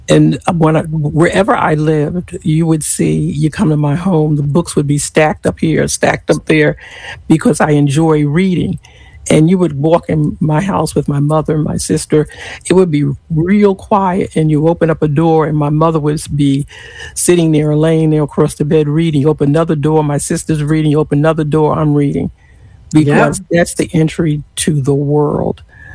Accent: New York, United States; and I'm New York born, so I was born in New York.

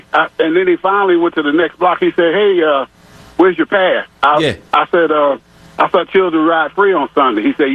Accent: Philadelphia, Pennsylvania, United States; I grew up in Mount Airy. The bus barn was right on the end of our block on Slocum Street.

